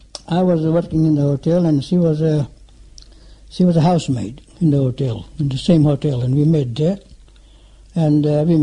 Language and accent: English; Gujarat, India; also born or lived in Pukekohe, New Zealand / Auckland, New Zealand / Rotorua, New Zealand; now in New Zealand; I'm an Indian